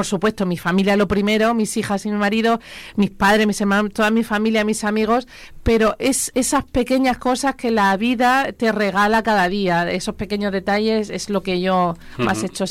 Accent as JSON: {"language": "Spanish", "town": "Molina de Segura", "region": "Region of Murcia", "country": "Spain", "tie": "born or raised there", "moved": "yes", "said": "soy muy amante de mi pueblo de Molina, siempre lo he llevado por delante"}